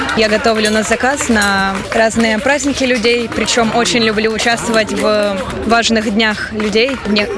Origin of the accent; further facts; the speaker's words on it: Ukraine; now in Vilnius, Lithuania; Я из Украины.